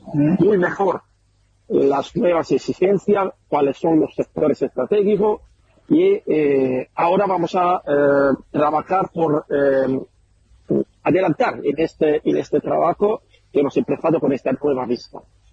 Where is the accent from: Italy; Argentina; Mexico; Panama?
Italy; Spanish is a second language